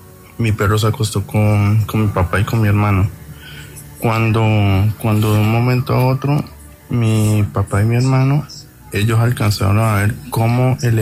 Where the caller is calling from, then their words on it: Cali, Valle del Cauca, Colombia; Desde acá de Cali